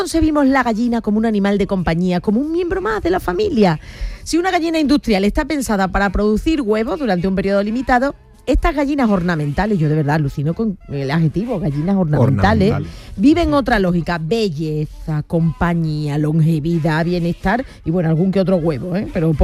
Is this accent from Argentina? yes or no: no; San Fernando, Andalusia, Spain; Soy de San Fernando, la sal.